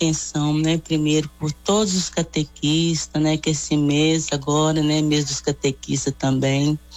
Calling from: Santana do Paraíso, Minas Gerais, Brazil; Falo de Santana do Paraíso, Minas Gerais.

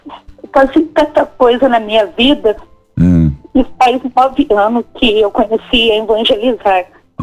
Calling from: Mauá da Serra, Paraná, Brazil; De Mauá da Serra, Paraná.

